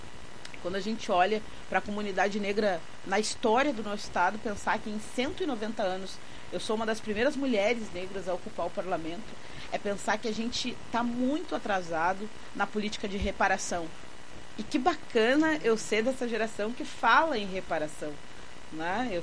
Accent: Rio Grande do Sul, Brazil; Mas eu sou gaúcha, falo, né? Quando falam, eu vou para fora. Se tu é baiana, não, eu sou gaúcha, pô.

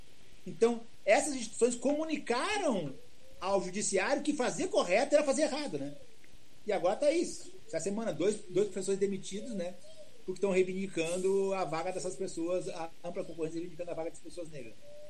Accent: Porto Alegre, Rio Grande do Sul, Brazil; moved away as an adult; now in Pernambuco/Bahia sertão, Brazil; Eu sou gaúcho, né, de Porto Alegre, mas eu estou aqui há 17 anos no sertão, né, no sertão de Pernambuco, Bahia, na Universidade Federal do Vale de São Francisco.

